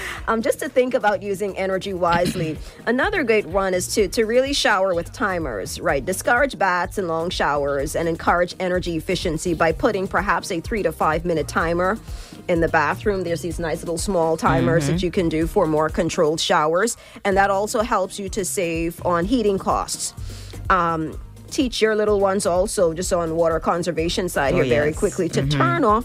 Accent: Turks & Caicos Islands; I grew up in South Caicos playing outside on this under Miss Hattie's tamarind tree.

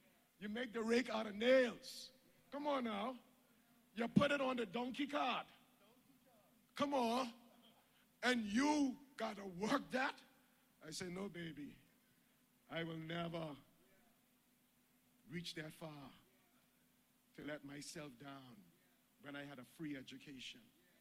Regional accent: Cockburn Town, Grand Turk, Turks & Caicos Islands; I could remember growing up in Grand Turk with Miss Sophia.

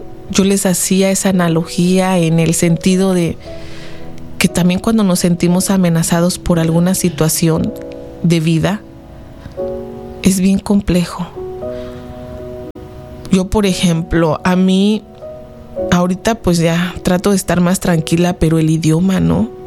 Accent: Mexico; moved away; Yo soy de México.

